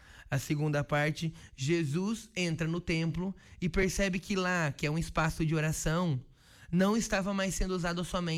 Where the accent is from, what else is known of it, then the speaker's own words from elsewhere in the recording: São João do Sul, Santa Catarina, Brazil; moved away; em São João do Sul, na minha terra natal, junto à minha família